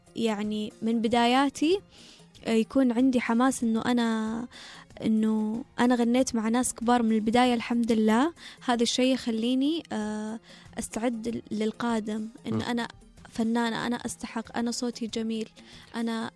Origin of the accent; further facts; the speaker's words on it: Jazan, Jazan Province, Saudi Arabia; عندك من الفنانين الكبار اللي من عندنا في جازان